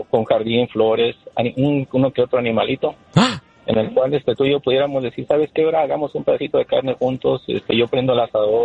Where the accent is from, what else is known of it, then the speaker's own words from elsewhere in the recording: Cuisillos, Jalisco, Mexico; Sí, fíjate que soy Jalisco, lo has oído mucho, Cuisillos.